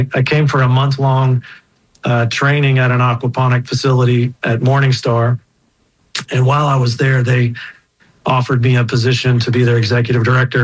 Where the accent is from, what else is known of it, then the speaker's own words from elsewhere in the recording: Midwest, United States; so I'm from the Midwest